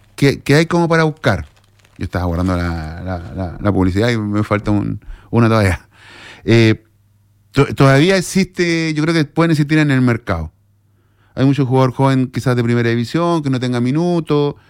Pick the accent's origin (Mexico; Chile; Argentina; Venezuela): Chile; Iquique, Tarapacá; now in Santiago, Chile; un orgullo, pero allá en Iquique, aquí en Santiago, es difícil. Siempre me preguntan de qué equipo soy yo, siempre iquiqueño de corazón.